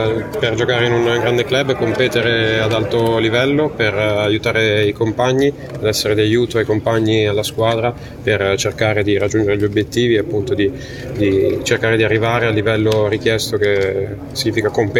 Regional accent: Canada; Steve Nash, che è stato un giocatore anche della nazionale canadese del mio paese, da cui provengo e per cui gioco.

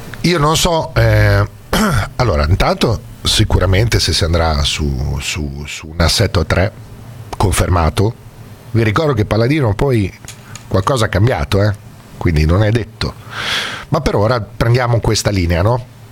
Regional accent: Bologna, Emilia-Romagna, Italy; siamo bolognesi al 100% con dei cuori rosso-blu.

